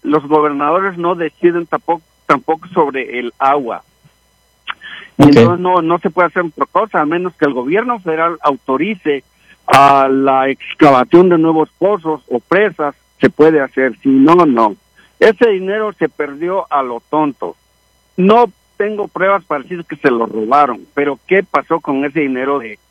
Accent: Mexico; born there; moved away

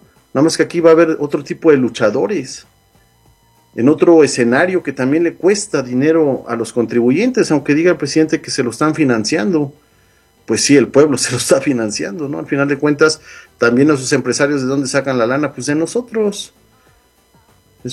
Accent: Yautepec, Morelos, Mexico; de donde yo soy, del municipio de Yautepec

